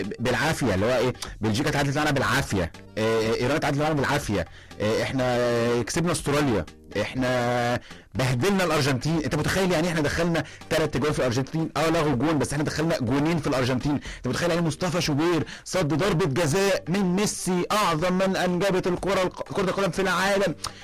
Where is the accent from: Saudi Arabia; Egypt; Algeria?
Egypt; لأن أنا شايف أن أنا واجبي كإنسان مصري